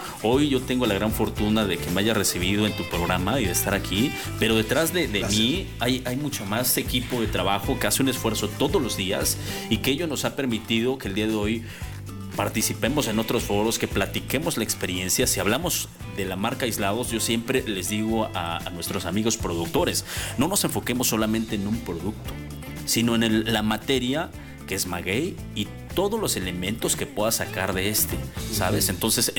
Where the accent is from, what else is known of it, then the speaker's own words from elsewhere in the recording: Puebla, Mexico; no solamente como poblanos, ¿no?, sino somos orgullosamente el municipio de Ecatepec